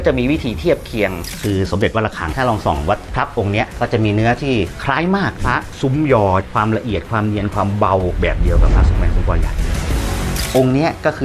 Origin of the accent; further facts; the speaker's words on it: Saraburi, Thailand; moved away as an adult; also born or lived in Bangkok; ผมเป็นคนจังหวัดสระบุรีคนต่างจังหวัดนะครับ